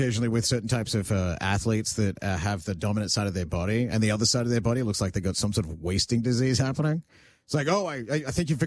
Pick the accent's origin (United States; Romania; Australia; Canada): Australia; Everyone likes to, because they hear my accent, they're like, oh, you're from Australia?